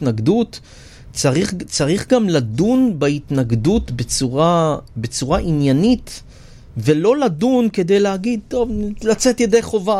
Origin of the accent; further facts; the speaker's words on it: Rishon LeZion, Central District, Israel; אני נולדתי וגדלתי בראשון לציון כל השנים, אני גם גר שם היום.